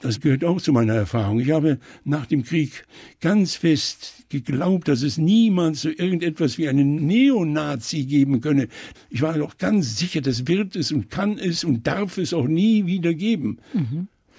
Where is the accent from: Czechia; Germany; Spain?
Germany; dass ich eigentlich also eben doch typisch deutsch war.